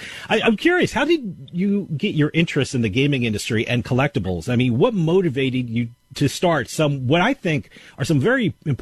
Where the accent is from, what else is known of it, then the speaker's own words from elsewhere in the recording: New Jersey, United States; I was 7 years old when the casinos came to my home state of New Jersey, and ever since then, I have been fascinated with them.